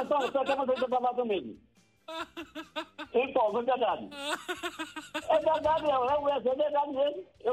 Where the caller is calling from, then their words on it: Pernambuco, Brazil; e eu também sou, a gente somos de Pernambuco.